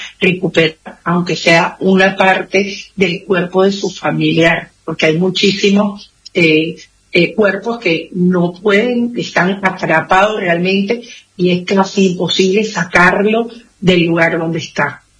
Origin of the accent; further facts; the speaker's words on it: Venezuela; Es increíble la solidaridad que ha tenido a mi pueblo, porque yo soy venezolana